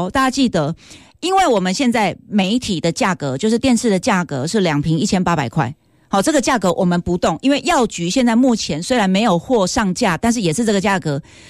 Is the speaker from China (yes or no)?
no; Taiwan; 也是因为我们台湾人吃钙质吃得很努力。